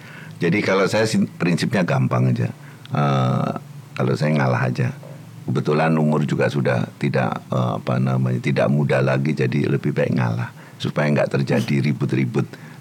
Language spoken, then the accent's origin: Indonesian; Klaten, Central Java, Indonesia; Sementara saya ini orang Klaten. Jadi beda banget gayanya gitu.